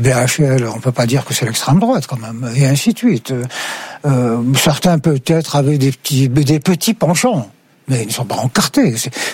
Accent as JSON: {"language": "French", "country": "Algeria", "tie": "born there", "said": "je suis algérien. Je suis né en Algérie."}